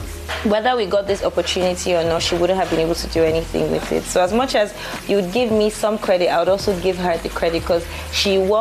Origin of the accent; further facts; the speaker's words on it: Nigeria; being a Nigerian